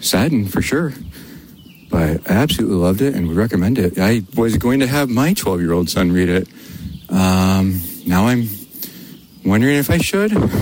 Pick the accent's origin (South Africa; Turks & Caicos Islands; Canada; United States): United States; Michigan; I grew up in Michigan.